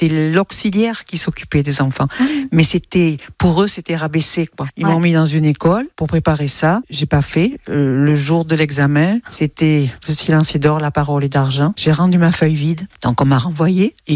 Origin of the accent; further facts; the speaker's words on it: Bordeaux, Nouvelle-Aquitaine, France; now in Cambo-les-Bains, France; je viens de Bordeaux, j'ai 81 ans et je suis à Cambo.